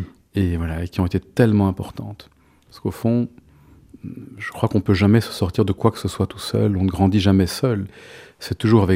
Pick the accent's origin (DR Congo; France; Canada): France; south of France; born there; also born or lived in Hamburg, Germany / Greece; il l'a envoyé dans le sud de la France, où il y avait un genre de monastère bouddhiste où j'ai passé les 13 ou 14 années suivantes de ma vie, dans les gorges du Verdon.